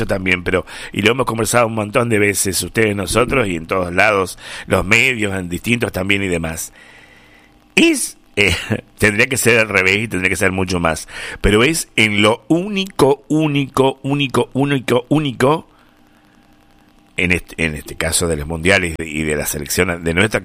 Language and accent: Spanish; Argentina; somos argentinos